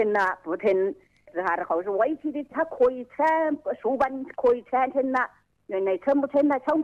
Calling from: Jingzhou, Hubei, China; 我是江宁县八宝镇马宝泉村。

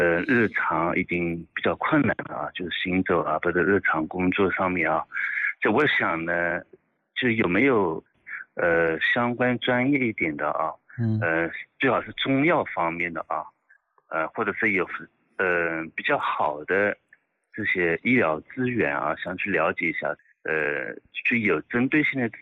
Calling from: Jinhua, Zhejiang, China; 我们金华这边嘛

